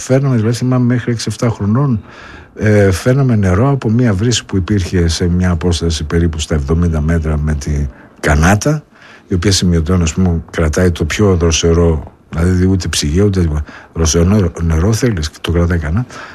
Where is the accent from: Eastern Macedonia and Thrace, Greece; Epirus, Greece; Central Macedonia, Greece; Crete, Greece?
Central Macedonia, Greece; Thessaloniki; Χαριλάου. Χαριλάου, σε μια εποχή που το Χαριλάου ήταν το Χαρίλαου